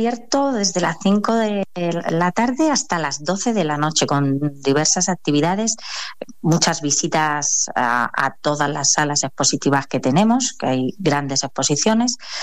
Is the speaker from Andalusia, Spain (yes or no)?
no; Albacete, Castilla-La Mancha, Spain